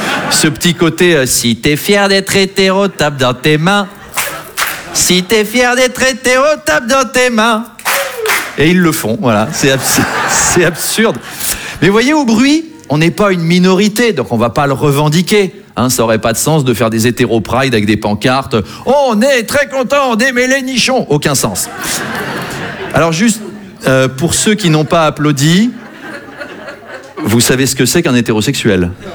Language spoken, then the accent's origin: French; Versailles, Île-de-France, France; Hein, moi, je viens de Versailles. Il y en a qui connaissent? Qui sont déjà allés? C'est un délire, hein. Moi, j'ai passé 22 ans de ma vie là-bas.